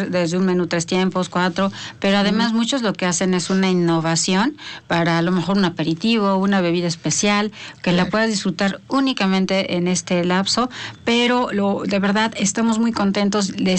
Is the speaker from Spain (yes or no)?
no; Puebla, Mexico; quienes somos poblanas, poblanos de toda la vida